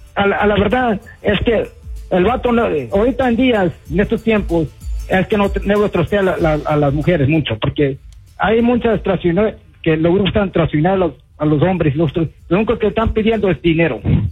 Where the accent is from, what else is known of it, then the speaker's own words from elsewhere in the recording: Austin, Texas, United States; Y yo soy de aquí, de Austin.